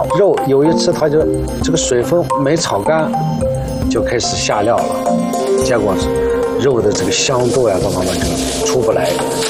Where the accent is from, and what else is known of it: Shanxi, China; now in Beijing, China